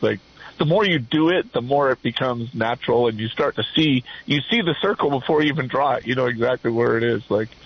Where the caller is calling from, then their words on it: Aptos, California, United States; Oh, Flinks and Aptos.